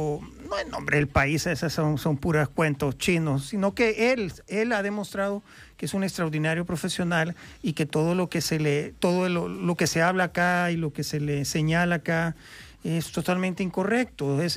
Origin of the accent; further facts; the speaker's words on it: El Salvador; Porque yo soy del Salvador y como tenemos ese complejo de inferioridad, muchos te dicen, no, ¿cómo va a hacer eso?